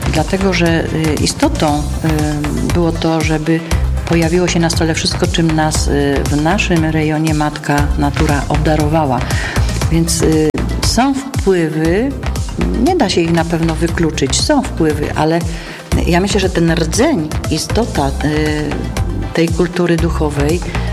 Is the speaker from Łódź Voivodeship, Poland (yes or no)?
no; Soła Valley, Silesian Voivodeship, Poland; bo ja jestem z Doliny Soły, ona była bardziej ze wschodu. Takie właśnie mówienie na, tak się mówi, że tu w rejonie Koszaraby wszystko mówią na o, robio, bydo. U nas się mówi w Dolinie Soły bydę